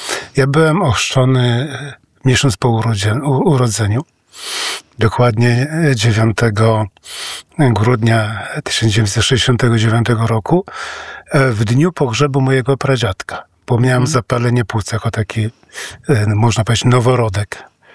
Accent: Jartypory, Masovian Voivodeship, Poland; moved away as an adult; now in Cameroon; przyjechałem z mojej wioski Jartypory koło Węgrowa, niedaleko.

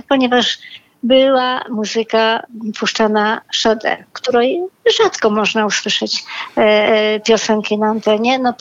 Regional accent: Łódź, Łódź Voivodeship, Poland; born there; ja jestem oczywiście urodzoną łodzianką

